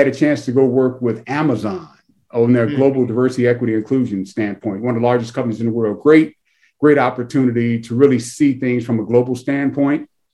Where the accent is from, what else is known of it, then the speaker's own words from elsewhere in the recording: Chicago, Illinois, United States; moved away as an adult; So I was born and raised in Chicago. You know, I left Chicago like in 1990.